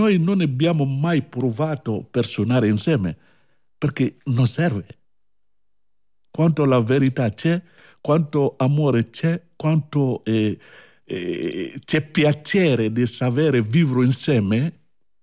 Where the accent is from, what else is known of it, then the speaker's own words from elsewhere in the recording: Mali; born there; Italian is a second language; Io è vero che sono nato a Mali da una famiglia griot, io sono griot e vivo con mia cultura e mia tradizione.